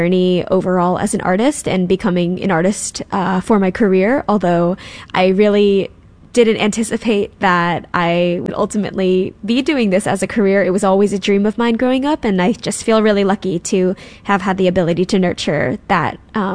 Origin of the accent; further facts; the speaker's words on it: St. Louis, Missouri, United States; and then I was born in St. Louis. I love St. Louis. I feel so nostalgic for my hometown every time I'm back there.